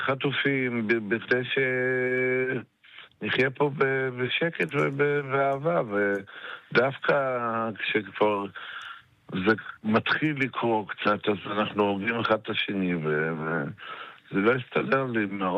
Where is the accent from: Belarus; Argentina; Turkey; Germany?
Belarus; now in Israel; אני בא מילדות עקופה, אלימות כזאת מיותרת. וזה ברית המועצות, עוד לא רוסיה, ברית המועצות.